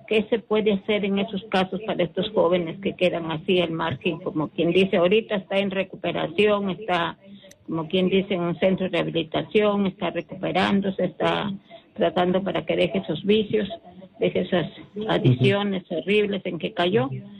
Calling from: Piura, Peru; de Piura.

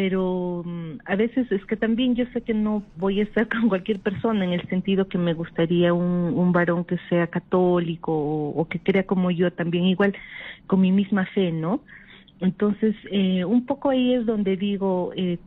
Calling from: Ayacucho, Peru; ¿Qué tal, padre? … de Ayacucho.

